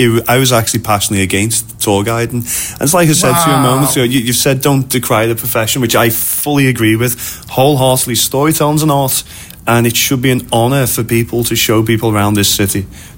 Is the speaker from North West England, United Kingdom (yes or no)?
yes; Liverpool, North West England, United Kingdom; I was brought up in the city that has the Beatles connected to it